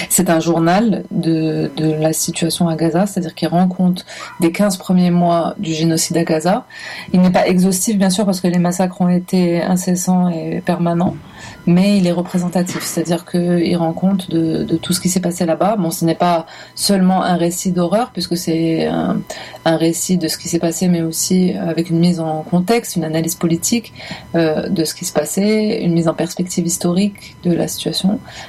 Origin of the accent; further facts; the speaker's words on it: Algeria; Parce que j'ai grandi en Algérie, je suis née et j'ai grandi en Algérie, dans l'Algérie postcoloniale